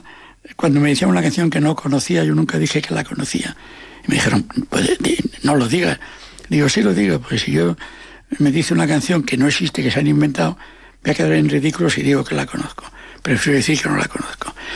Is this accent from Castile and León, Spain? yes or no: no; Asturias, Spain; Como yo soy asturiano, digo, ¿de dónde?